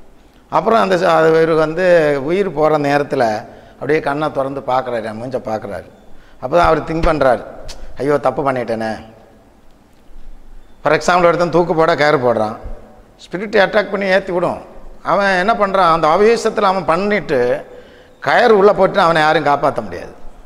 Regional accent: Chennai, Tamil Nadu, India; born there; also born or lived in Mumbai

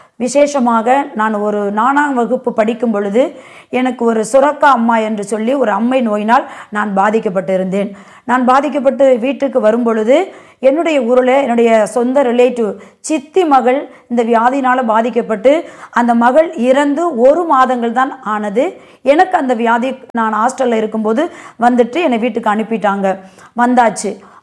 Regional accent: Pudukkottai district, Tamil Nadu, India; என்னுடைய ஊர் புதுக்கோட்டை மாவட்டம் ஆலங்குடி வட்டம் பக்கத்தில் உள்ள கடுக்காக்காடு என்கிற கிராமம்.

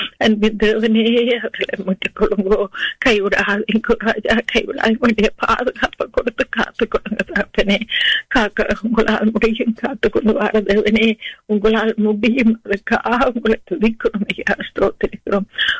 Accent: Sri Lanka; moved away; நாங்க பிறந்து வளர்ந்த தேசத்துக்காக, அந்த சிறிய இலங்கை தீவுக்காக

